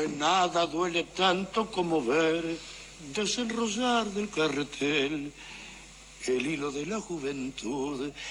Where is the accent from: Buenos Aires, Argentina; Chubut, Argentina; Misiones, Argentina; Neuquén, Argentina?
Buenos Aires, Argentina; born there; Yo nací en el barrio de Saavedra. En la calle Avenida del Tejar, 3050.